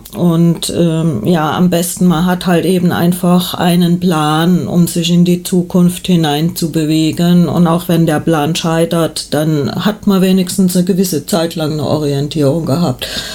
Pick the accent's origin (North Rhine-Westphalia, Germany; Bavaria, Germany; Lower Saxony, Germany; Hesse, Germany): Hesse, Germany; born there; moved away; ich stamme ja aus Hessen gebürtig.